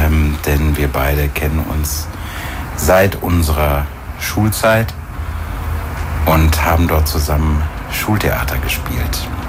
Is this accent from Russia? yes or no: no; Essen, North Rhine-Westphalia, Germany; meine geliebte alte Kirche in Essen-Krai, meine Heimatgemeinde